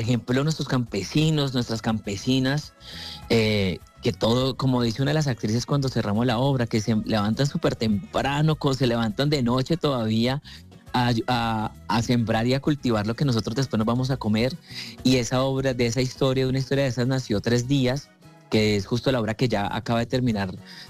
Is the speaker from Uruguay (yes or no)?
no; Colombia